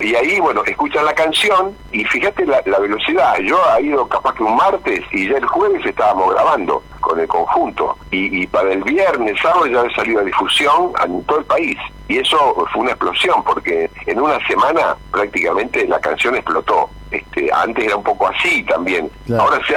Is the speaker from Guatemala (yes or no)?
no; Mercedes, Buenos Aires Province, Argentina; Bueno, así como mi apellido lo hice, en Mercedes. Mirá. Por eso es que … Soy de Mercedes, de la provincia de Buenos Aires.